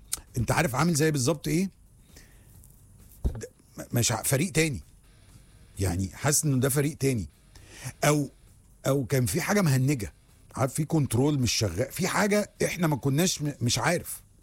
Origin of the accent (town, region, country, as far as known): Egypt